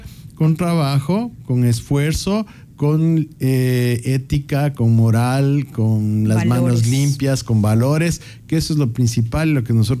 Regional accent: Quito, Pichincha, Ecuador; now in Santo Domingo, Ecuador; En lo personal, yo no soy de Santo Domingo, pero creo que tengo el corazón de los más grandes de Santo Domingo. Siempre estoy aquí. Yo soy de Quito. Mi esposa es de acá.

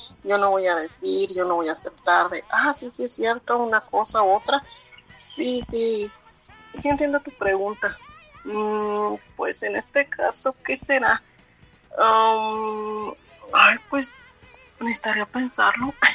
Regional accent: Hidalgo, Mexico; Yo soy de Hidalgo. Bueno, donde yo vivo se llama Zacualtipán Hidalgo, pertenece a Pachuca Hidalgo.

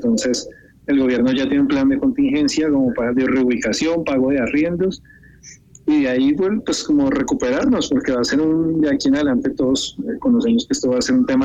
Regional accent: Colombia; como colombianos, independiente de derecha e izquierda, hay que salir a ayudar, a apoyar

